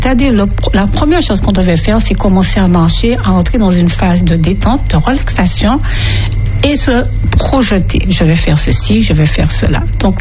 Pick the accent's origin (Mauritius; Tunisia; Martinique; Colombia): Martinique; chez nous à la Martinique.